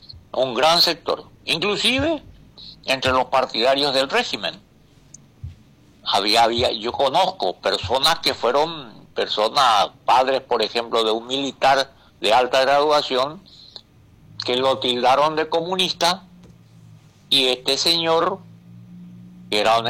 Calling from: Paraguay; cómo somos los paraguayos

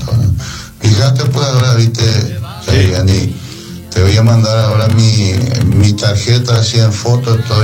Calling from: Espinillo, Formosa, Argentina; Yo soy de Espinillo

